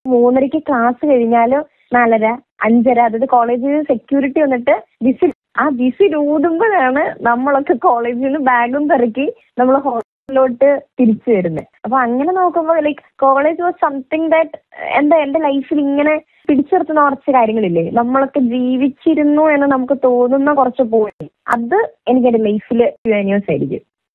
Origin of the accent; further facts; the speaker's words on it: Kanjirappally, Kerala, India; moved away as an adult; ഞാൻ കാഞ്ഞിരപ്പള്ളി സ്വദേശിനിയാണ്.